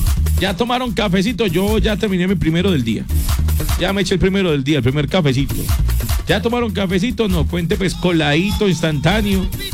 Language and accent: Spanish; Colombia; Así somos nosotros los colombianos.